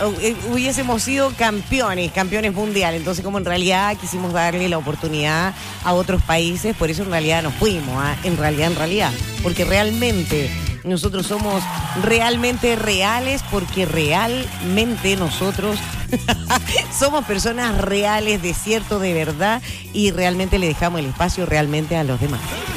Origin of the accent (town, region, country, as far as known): Chile